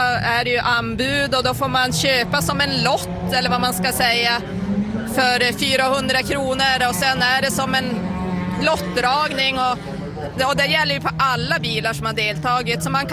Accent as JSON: {"language": "Swedish", "town": "Moskosel", "region": "Norrbotten County", "country": "Sweden", "said": "Vi kommer från Moskos eller i Arvidsjaurs kommun."}